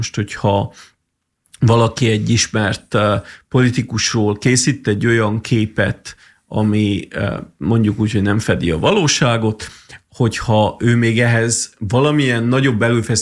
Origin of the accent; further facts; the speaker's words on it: Transylvania, Romania; moved away as an adult; also born or lived in London, United Kingdom; now in Târgu Mureș, Romania; nem az vonzott vissza Erdélybe, hogy annyira könnyű lenne, hanem messzeletem a szülőföldemet, és itt szeretném felnevelni a gyerekeimet